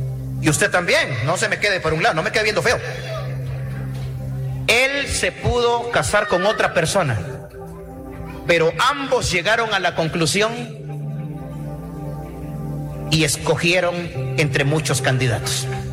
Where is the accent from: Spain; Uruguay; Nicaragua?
Nicaragua; now in Guatemala; no vio al nicaragüense que venía ahí buscando vida a Guatemala. … a un nicaragüense inmigrante que cantaba bonito